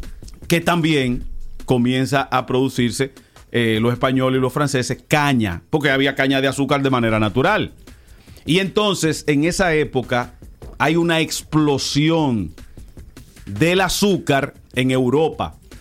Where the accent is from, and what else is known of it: Dominican Republic